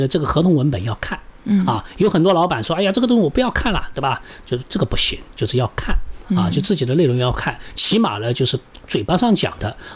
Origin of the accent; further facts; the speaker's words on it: China